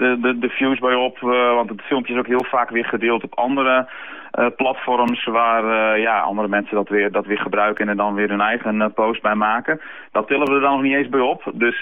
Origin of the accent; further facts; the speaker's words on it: Netherlands; dat wij als Hollanders zeg maar dat bij het Oranje gevoel konden integreren.